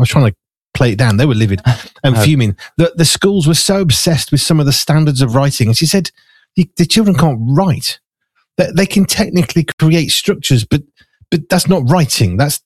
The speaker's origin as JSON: {"language": "English", "region": "West Midlands", "country": "United Kingdom", "tie": "born or raised there", "said": "I'm from the Black Country, okay? That's just the way I was learning to talk as a kid. That's what you do. You talk fast and quite strong accent."}